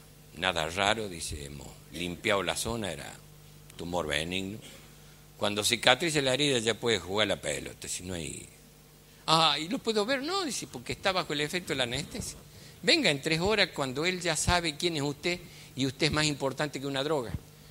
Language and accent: Spanish; Cosquín, Córdoba, Argentina; hace años que lo ando buscando para contarle una historia que me ocurrió a mí, acá en Cosquín. Yo soy de Cosquín.